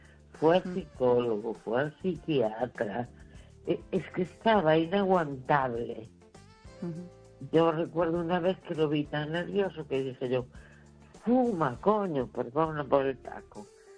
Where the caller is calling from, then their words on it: A Coruña, Galicia, Spain; de La Coruña.